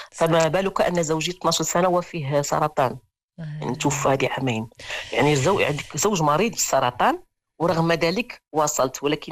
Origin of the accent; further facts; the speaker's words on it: Rabat, Rabat-Salé-Kénitra, Morocco; لانه انا كبرت في الرباط صافي